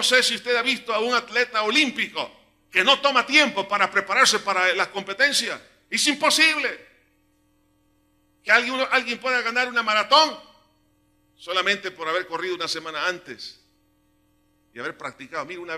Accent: El Salvador; No progresamos, hermanos, como salvadoreños o como, y en muchas otras culturas, porque no queremos invertir tiempo.

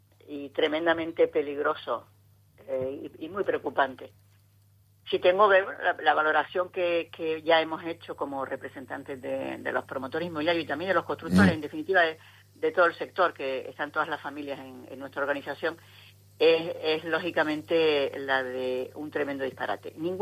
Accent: Spain; los españoles somos los europeos más ricos en patrimonio de toda Europa

